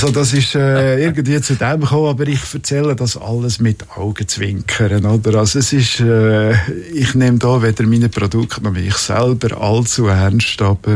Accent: Bern, Switzerland; Und dann habe ich angefangen zu pröbeln und bin auch zum Käser im Emmental, wo ich herkomme, Weltmeister dreifachen in Fritzenhaus.

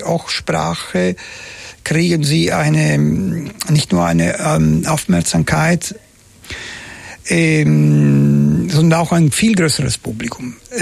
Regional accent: Palermo, Sicily, Italy; German is a second language; moved away; Guarda, Ende der 60er Jahre, ich lebte in Palermo, meine Heimatstadt, und die war natürlich noch nicht so. Wir haben ein bisschen am Rand der Stadt gelebt

